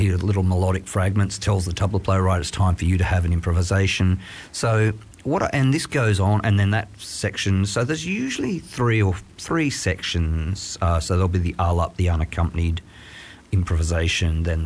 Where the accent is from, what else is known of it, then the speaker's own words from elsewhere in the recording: Grenfell, New South Wales, Australia; I was born in Grenfell in the Central West and grew up on a sheep farm playing drums in the wool shed as a kid